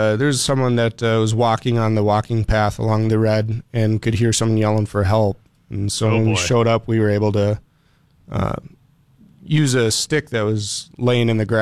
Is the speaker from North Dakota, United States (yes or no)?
yes; Harwood, North Dakota, United States; I grew up in Harwood, so went to high school in West Fargo here.